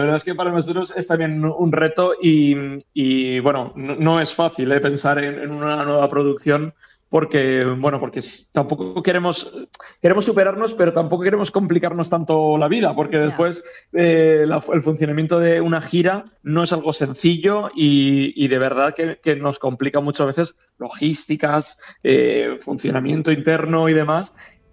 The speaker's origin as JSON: {"language": "Spanish", "town": "Vila-real", "region": "Valencian Community", "country": "Spain", "said": "Nosotros somos de Villarreal, hemos estado en Sagunt en varias ediciones con otros espectáculos, también en formato itinerante y de calle."}